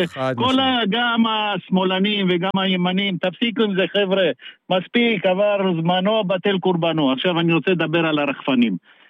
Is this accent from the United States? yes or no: no; Romania; now in Israel; כשאני עליתי מרומניה, אני נחשב לישראל השלישית